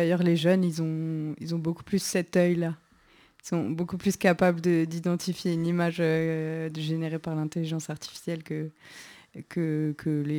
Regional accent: Grand Est, France; Moi, je viens du Sungo, donc dans n'importe quel petit village.

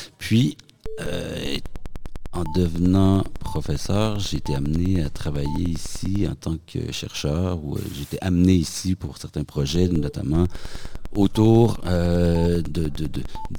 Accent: Montreal, Quebec, Canada; Figurez-vous donc, je suis Montréalais d'origine, okay. Québécois d'origine, donc en séjour à Nantes

